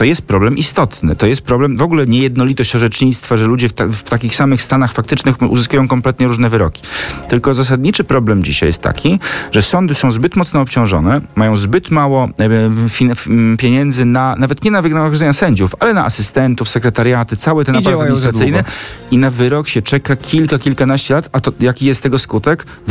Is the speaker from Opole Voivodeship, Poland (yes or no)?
yes; Opole, Opole Voivodeship, Poland; born there; Zresztą ja się urodziłem w Opolu i kilka lat tam mieszkałem